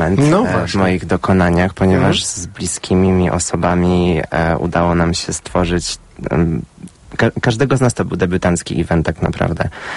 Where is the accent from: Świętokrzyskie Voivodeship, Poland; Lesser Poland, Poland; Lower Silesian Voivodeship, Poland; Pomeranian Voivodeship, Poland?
Świętokrzyskie Voivodeship, Poland; Kielce; born or raised there